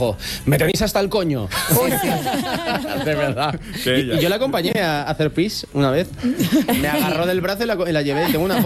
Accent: Basque Country, Spain; Y yo soy vasco.

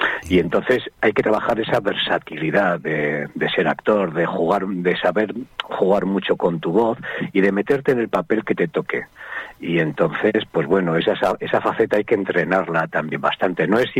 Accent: Castro Urdiales, Cantabria, Spain; yo soy de Cantabria, soy de Castro Urdiales

